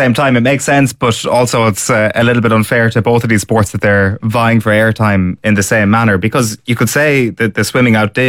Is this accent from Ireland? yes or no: yes; Ireland; it's just this unusual thing as an Irish person watching any athlete compete on a continental or on a global stage.